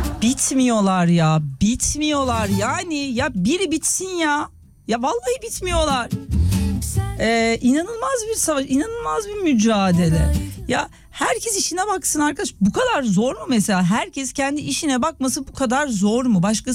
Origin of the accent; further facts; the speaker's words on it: Adana, Turkey; Oğlum ben Adanalıyım.